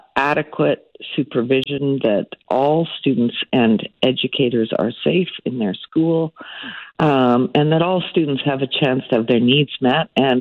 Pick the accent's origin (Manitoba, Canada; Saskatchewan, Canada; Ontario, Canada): Ontario, Canada; I'm from Ontario.